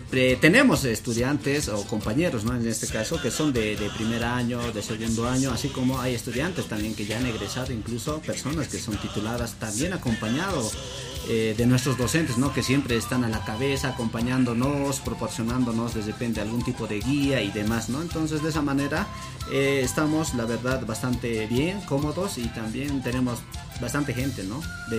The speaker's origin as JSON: {"language": "Spanish", "country": "Bolivia"}